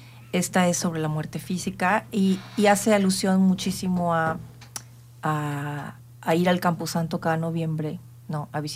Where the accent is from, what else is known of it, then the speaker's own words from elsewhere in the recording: Mexico; Yo soy mexicana.